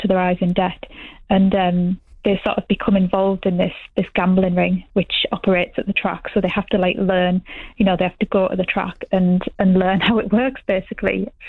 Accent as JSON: {"language": "English", "town": "Middlesbrough", "region": "North East England", "country": "United Kingdom", "tie": "born or raised there", "said": "I'm from Middlesbrough born and bred. But I grew up in Acklam, which, you know, when people say, oh, you're from Acklam, you're dead posh, you."}